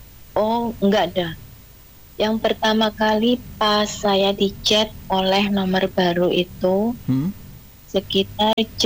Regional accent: Tulungagung, East Java, Indonesia; Kan saya dari Tulungagung, jadi yang mereka sebutkan itu semua saudara-saudara saya yang ada di Tulungagung. Ibu sama bapak saya di Tulungagung.

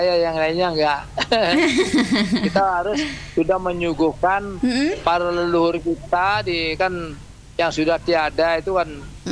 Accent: Bali, Indonesia; born there; moved away; di kampung saya di Bali.

